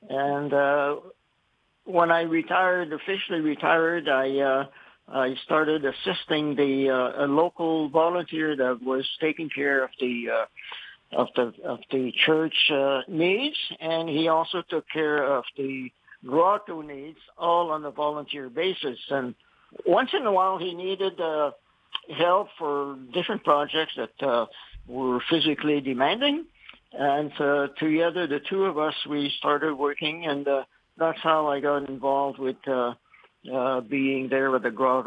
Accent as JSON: {"language": "English", "country": "France", "tie": "born or raised there", "lives_now": "St. Malo, France", "said": "those years, every French person was a Catholic. Mm. So the church in those days was really full. And I grew up with in the Catholic faith."}